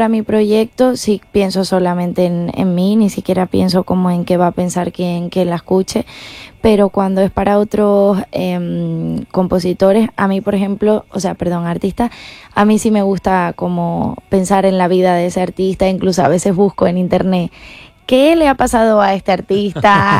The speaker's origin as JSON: {"language": "Spanish", "area": "La Palma", "region": "Canary Islands", "country": "Spain", "tie": "born or raised there", "said": "cuando abrí el concierto de … que fue en mi pueblo, el camerino estaba en el colegio en el que yo había crecido."}